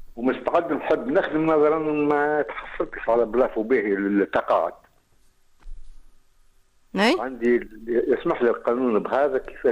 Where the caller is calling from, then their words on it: Sers, Kef Governorate, Tunisia; بالله معك … من السرس.